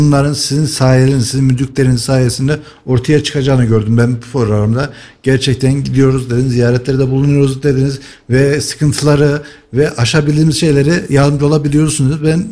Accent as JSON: {"language": "Turkish", "region": "Kayseri", "country": "Turkey", "said": "bizi keyiflendiriyor bir Kayserili olarak."}